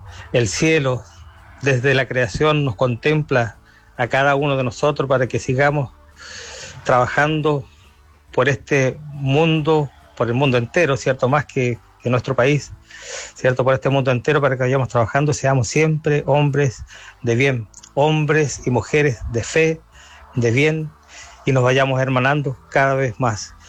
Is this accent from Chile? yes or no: yes; Chile; now in Aysén Region, Chile; hermanos chilenos que somos cada uno de nosotros